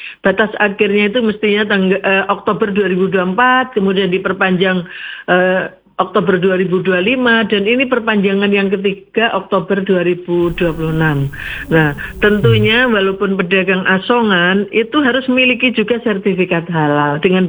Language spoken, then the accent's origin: Indonesian; Jember, East Java, Indonesia; kita semua sebagai warga Jember